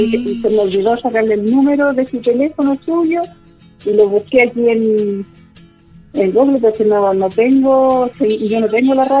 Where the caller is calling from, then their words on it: Los Ángeles, Biobío, Chile; de acá de Pasaje Río Grande.